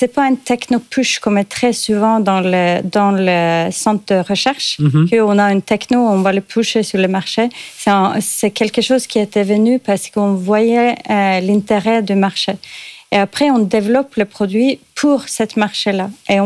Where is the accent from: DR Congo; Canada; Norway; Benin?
Norway; now in France; je suis norvégienne et j'ai grandi près de Hanoï